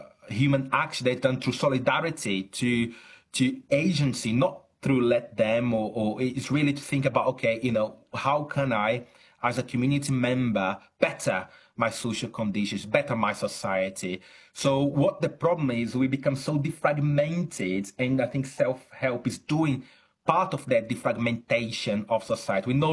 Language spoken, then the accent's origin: English; Brazil; now in United Kingdom; I'm originally from Brazil, though I'm academic in at the University of Chichester in the UK. I see a lot of that also in Brazil.